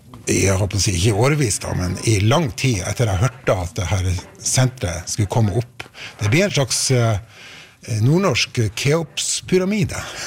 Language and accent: Norwegian; Svolvær, Nordland, Norway; jeg vokste jo opp i Svolvær, hvor det var, altså hvor skreifiske var, sånn, satte veldig preg på byen.